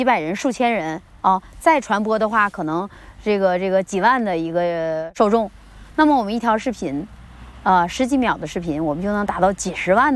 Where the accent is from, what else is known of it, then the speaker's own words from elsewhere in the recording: Tahe, Heilongjiang, China; 这里是我出生长大的地方